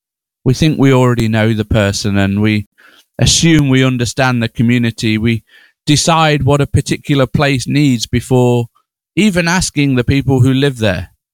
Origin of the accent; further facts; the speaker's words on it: United Kingdom; being a British man